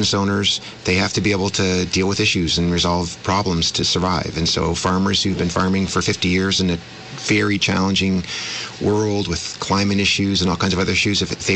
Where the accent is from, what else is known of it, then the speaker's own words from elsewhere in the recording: Leicester, Vermont, United States; I grew up in Leicester, Vermont. My parents owned a general store. I was the oldest of three boys